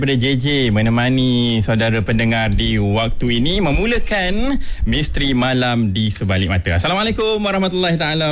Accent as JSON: {"language": "Malay", "region": "Johor", "country": "Malaysia", "said": "IC walaupun jari ni seperti sudah diinai-inaikan, bukan, saya dari Johor."}